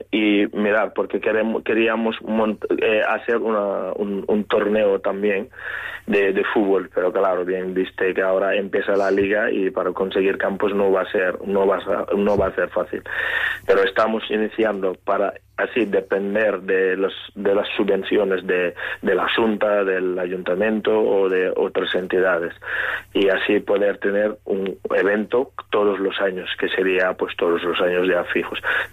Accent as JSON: {"language": "Spanish", "country": "Senegal", "moved": "yes", "lives_now": "Carballo, Spain", "said": "nosotros como senegaleses gallegos o como senegaleses de Carballo"}